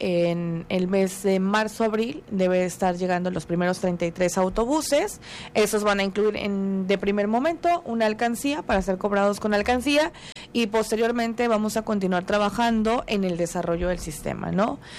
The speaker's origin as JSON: {"language": "Spanish", "region": "Tabasco", "country": "Mexico", "said": "que somos todos los tabasqueños en total"}